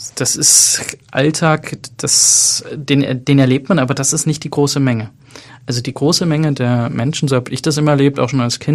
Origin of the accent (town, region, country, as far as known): Germany; born or raised there